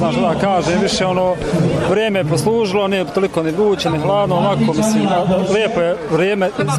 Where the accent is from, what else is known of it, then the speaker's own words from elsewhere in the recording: Sarajevo, Federation of Bosnia and Herzegovina, Bosnia & Herzegovina; dolazim iz Sarajeva